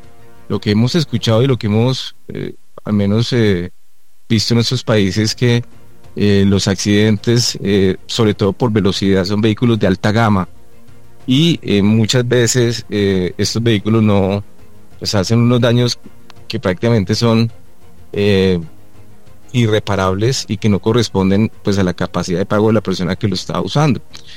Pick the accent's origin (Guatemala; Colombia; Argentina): Colombia; Bogotá; Yo soy bogotano y vivo en Bogotá, sí, señor.